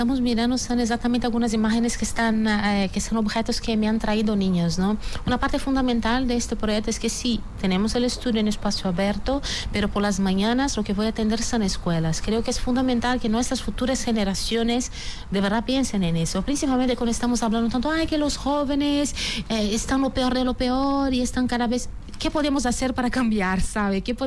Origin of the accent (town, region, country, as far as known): Brazil; now in Spain